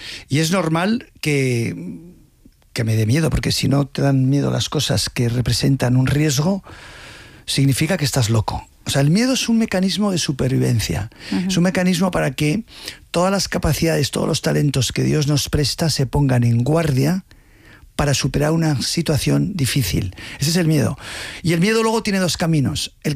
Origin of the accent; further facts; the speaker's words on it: Pamplona, Navarre, Spain; born there; also born or lived in Madrid / Germany / Russia / United States; Bueno, yo nací en Pamplona, pero he vivido mucho en Madrid, he vivido también en el extranjero, más de la mitad de mi vida he vivido fuera, mucho en Alemania, en Rusia, he vivido mucho en Estados Unidos.